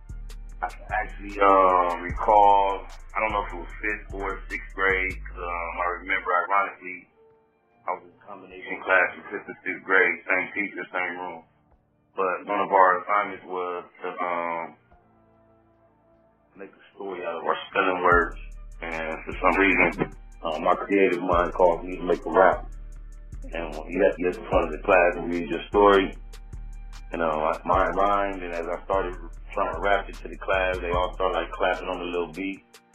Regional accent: Compton, California, United States; I'm from Compton, slash Los Angeles, South Central, California.

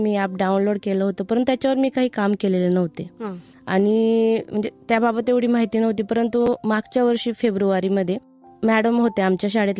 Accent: Bilgaon, Maharashtra, India; moved away; मी मूळची नंदुरबार जिल्ह्याची, अतिदुर्गम भाग आहे, आदिवासी भाग आहे, बिलगाव हे गाव आहे आणि तालुका धडगाव.

